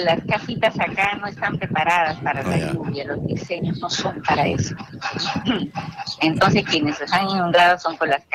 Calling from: Ilo, Moquegua, Peru; yo vivo en Hilo

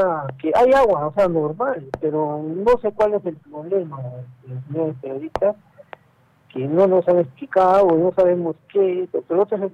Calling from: Arequipa, Peru; Llamo de Con Carpata, de Jorge Chávez.

